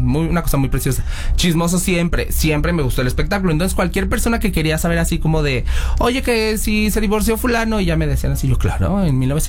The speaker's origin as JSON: {"language": "Spanish", "town": "San Cristóbal de las Casas", "region": "Chiapas", "country": "Mexico", "tie": "born or raised there", "said": "Yo viví en mi pueblo, Deli, allá en San Cristóbal de las Casas. Entonces yo sí, comiéndome mi tamal de chipilín e informándole a la nación."}